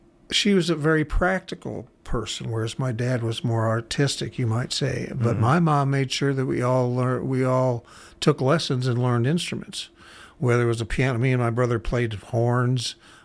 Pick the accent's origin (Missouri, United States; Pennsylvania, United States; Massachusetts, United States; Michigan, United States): Missouri, United States; St. Louis; Yeah, St. Louis. We grew up in St. Louis.